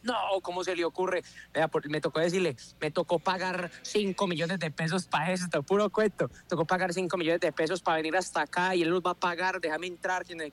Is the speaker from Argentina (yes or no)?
no; Dosquebradas, Risaralda, Colombia; yo vengo de Dos Quebradas, yo vivo ahí en La Macarena